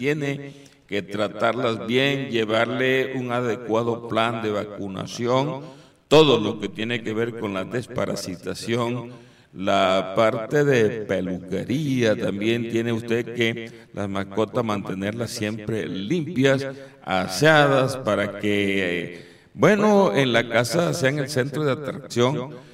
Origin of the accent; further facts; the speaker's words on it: La Peña, La Guajira, Colombia; ahí en La Peña, Guajira, mi tierra